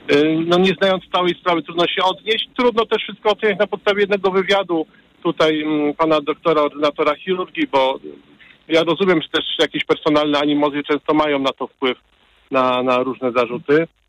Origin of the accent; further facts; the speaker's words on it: Poznań, Greater Poland Voivodeship, Poland; Jestem lekarzem z Poznania, właśnie w drodze do pracy.